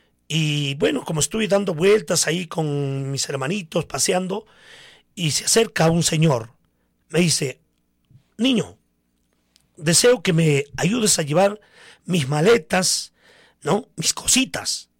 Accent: Coracora, Ayacucho, Peru; El recordar mi niñez, ¿no? Parte de mi juventud aquí en la ciudad de Coracora.

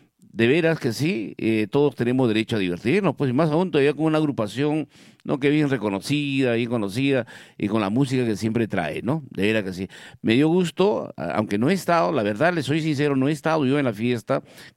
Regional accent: Villa Rica, Pasco, Peru; Buenos días, Villarrica, ¿cómo está mi tierra querida? La tierra del café más fino del mundo, ¿no?

